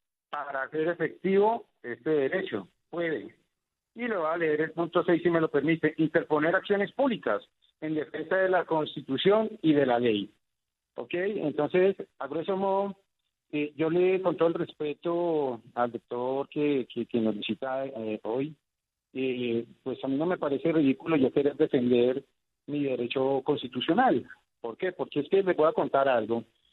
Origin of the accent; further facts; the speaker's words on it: Colombia; Entonces, y todos somos colombianos.